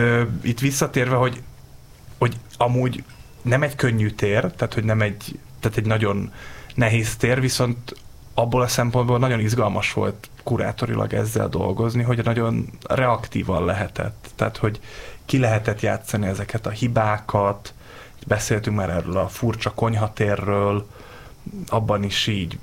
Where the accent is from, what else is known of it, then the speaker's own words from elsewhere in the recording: Szeged, Csongrád-Csanád, Hungary; De én meg szegedi vagyok, és nem jártam oda a 2010-es évekbe bulizni.